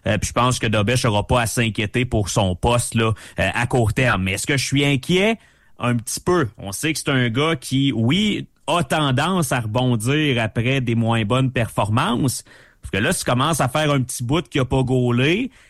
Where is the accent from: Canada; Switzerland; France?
Canada; Val-d'Or, Quebec; je suis plus à Val-d'Or depuis quoi? Un genre de 8 ans. J'ai gardé cette job-là. Ça me rattache à ma ville natale.